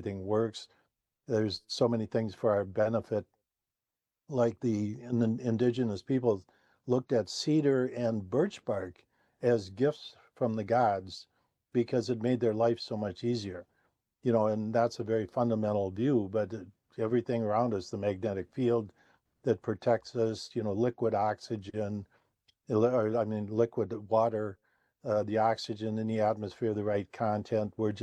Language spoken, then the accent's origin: English; Ireland; I'm Irish, you know, grew up a Catholic.